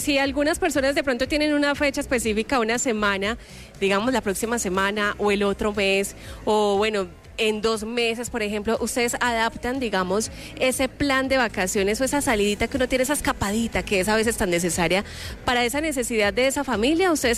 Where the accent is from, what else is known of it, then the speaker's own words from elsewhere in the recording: Colombia; yo me siento muy orgullosa de ser colombiana porque mi tierra es preciosa en paisajes